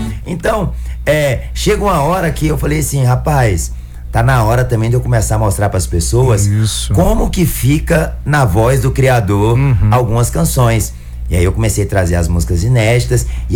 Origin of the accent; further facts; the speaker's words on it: Nova Ponte, Minas Gerais, Brazil; also born or lived in Uberlândia / Araxá; Nasci em Uberlândia, Minas Gerais, fui criado em Nova Ponte. Ali em Nova Ponte, com 8 para 9 anos